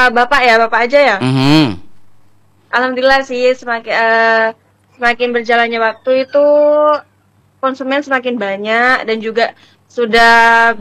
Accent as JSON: {"language": "Indonesian", "region": "East Java", "country": "Indonesia", "said": "Perenduan"}